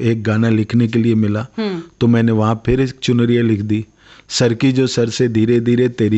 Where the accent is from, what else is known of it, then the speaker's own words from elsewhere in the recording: Haryana, India; देखिए, ये हरियाणा का रहने वाला हूँ।